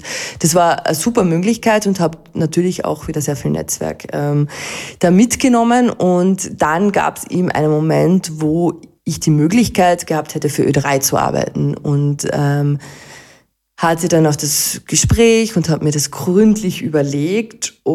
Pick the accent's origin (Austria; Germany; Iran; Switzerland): Austria; Carinthia; wenn man als Kärntner in Kärnten unterwegs ist, ist trotzdem irgendwie so ein Heimatgefühl, das man da mitbringt